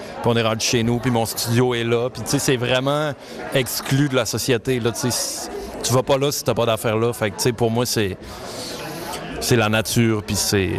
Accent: Saint-Prime, Quebec, Canada; Je viens de Saint-Prime, au Lac-Saint-Jean, au Québec, au Canada.

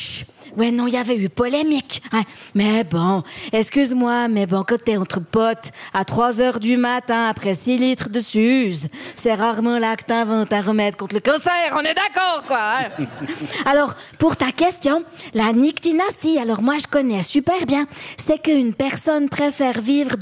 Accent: Vaud, Switzerland; pour ceux qui me connaissent pas … je suis même de … ils mettent trop beau, quoi, les décodeurs chez moi dans la bro

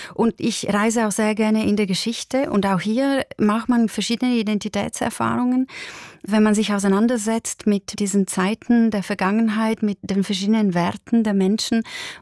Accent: Switzerland; Aber wenn ich reise innerhalb von Europa, fühle ich mich sehr Schweizerin.

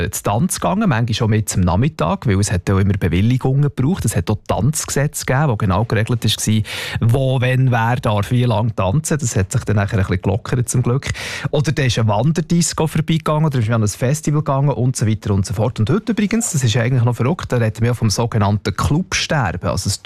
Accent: Bern, Switzerland; ich bin auf dem Land aufgewachsen, im Görbetal, oder? Da ist jetzt genau gar nichts los gewesen.

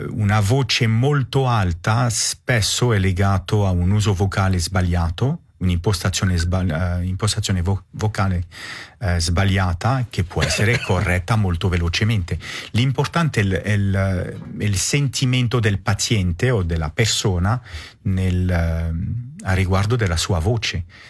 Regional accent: Romandy, Switzerland; first language French; Italian is a second language; Essendo svizzero francese, francofono

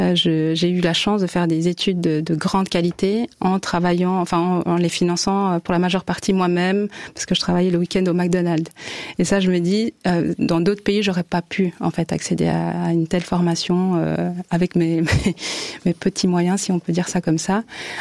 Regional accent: Rwanda; J'ai amené les enfants au mois de février et c'était magnifique de leur faire découvrir en fait ma terre natale.

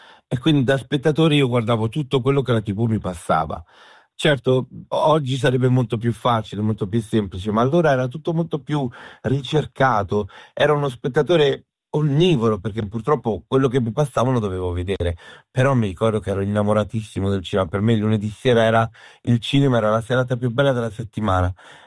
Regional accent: Apulia, Italy; Nel mio paesino, che è un paesino del provincia di Bari, non c'era il cinema, come purtroppo ancora adesso è

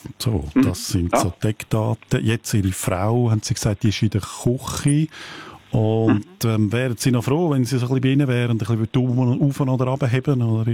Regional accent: Graubünden, Switzerland; accent: Bündner dialect; geht es um Gucci, so sagt man im Bündnerland. Auch an einem Sofa, an einer Couch, so würde ich es in meinem Dialekt sagen. Ein Sofa, ein kleines Sofa ist im Bündnerland auch ein Gucci.

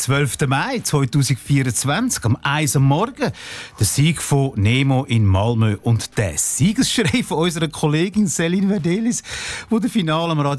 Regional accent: Austria; aus meinem Heimatland Österreich

